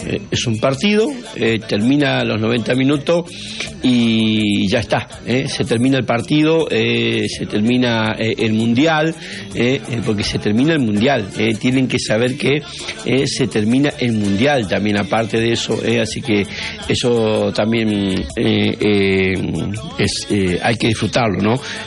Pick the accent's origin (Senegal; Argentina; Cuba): Argentina; lo que estamos viviendo como argentino